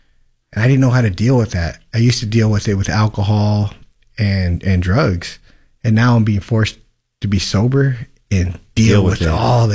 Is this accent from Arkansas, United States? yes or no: no; Colton, California, United States; I grew up in Colton, California, a small town north of here.